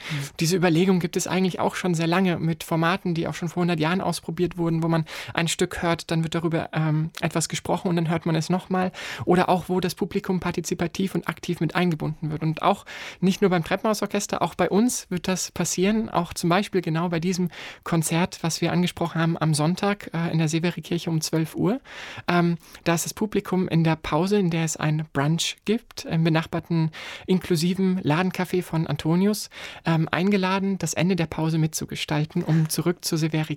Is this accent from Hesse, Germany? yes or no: yes; Fulda, Hesse, Germany; weil das Fulda Festival in meiner Heimatstadt stattfindet